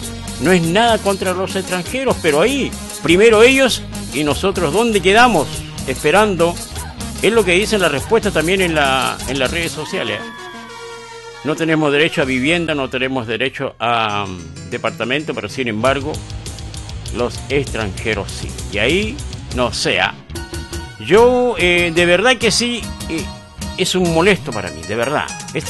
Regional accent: Arica, Arica y Parinacota, Chile; ni nosotros como ariqueños, como chilenos

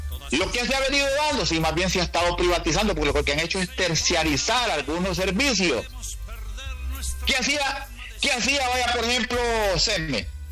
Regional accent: Honduras; Si soy un hondureño común y corriente, hombre.

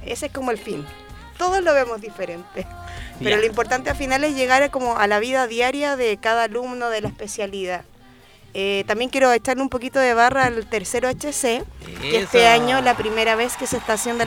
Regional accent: Iquique, Tarapacá, Chile; yo soy de Iquique, originaria de Iquique, tierra de campeones, por supuesto.

